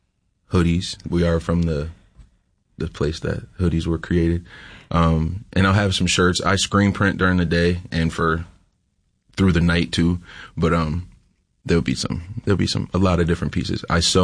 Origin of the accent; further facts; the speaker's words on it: Spencerport, New York, United States; also born or lived in Rochester, New York; I grew up in Rochester, but specifically Spencerport.